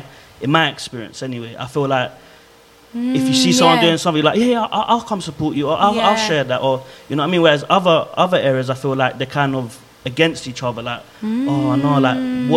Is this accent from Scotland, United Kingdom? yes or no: no; Croydon, London, United Kingdom; me, because I've raised here, it's just normal for me. It's just like my back garden